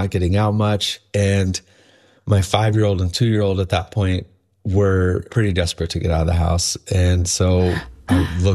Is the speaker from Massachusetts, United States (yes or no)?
no; Michigan, United States; moved away as an adult; now in California, United States; I'm from Michigan, so I grew up in Michigan and moved out to the West 21 years ago.